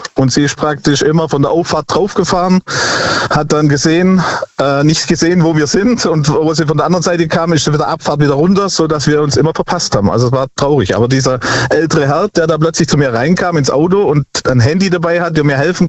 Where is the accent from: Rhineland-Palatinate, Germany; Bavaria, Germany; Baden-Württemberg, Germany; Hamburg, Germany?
Baden-Württemberg, Germany; Nehren; Ich komme aus Nähren bei Tübingen.